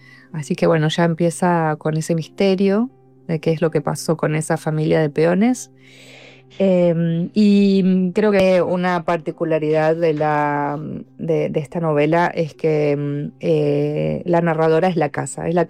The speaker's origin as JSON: {"language": "Spanish", "country": "Argentina", "tie": "born or raised there", "moved": "as an adult", "lives_now": "Buenos Aires, Argentina", "said": "Hace muchos años ahora que vivo en Buenos Aires, pero bueno, crecí en el interior de Argentina, donde el paisaje está muy próximo, donde la experiencia con el paisaje es cotidiana."}